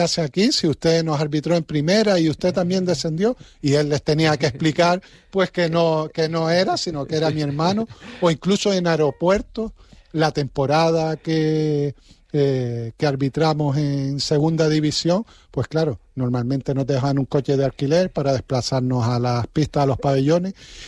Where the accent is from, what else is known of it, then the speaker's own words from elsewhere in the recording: Arucas, Canary Islands, Spain; Yo, por ejemplo, yo soy de Arucas